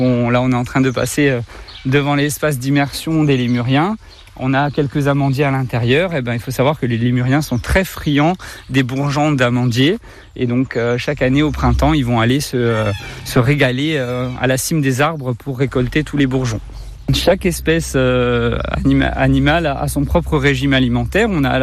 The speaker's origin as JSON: {"language": "French", "region": "Corsica", "country": "France", "tie": "born or raised there", "said": "moi je suis pas né en Corse, mais j'ai grandi en Corse. Je suis en Corse depuis la maternelle, hein, sur le Nebbio. Donc je suis originaire du Nebbio depuis tout petit. Ma famille du côté de ma mère étant de Farignolles."}